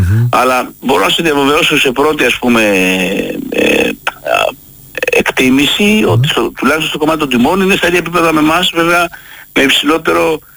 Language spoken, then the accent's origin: Greek; Greece; moved away; είμαστε από Ελλάδα